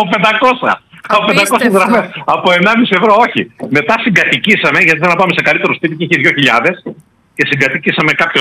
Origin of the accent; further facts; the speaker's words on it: Greece; επειδή είμαστε Έλληνες